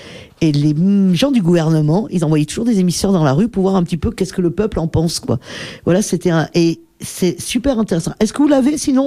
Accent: France; je viens de la France

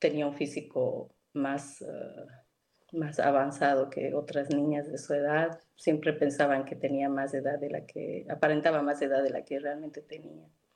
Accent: Tarija, Bolivia; moved away as an adult; now in Belgium; yo soy boliviana, nací en Tarija, viví en Bolivia hasta mis 26 años, estudié ingeniería informática y también estudié idiomas, porque siempre me apasionaron los idiomas. Aprendí inglés y francés en Bolivia

